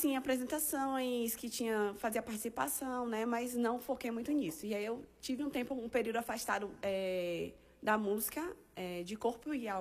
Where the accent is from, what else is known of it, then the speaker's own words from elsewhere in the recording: Salvador, Bahia, Brazil; born there; Sou baiana. Soteropolitana da gema